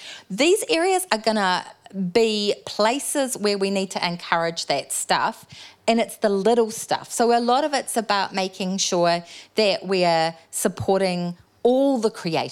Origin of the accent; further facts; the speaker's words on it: Auckland, New Zealand; I grew up in Freemans Bay, and when I grew up in Freemans Bay, it was really affordable. And so we actually had heaps of creatives. We had an amazing culture there.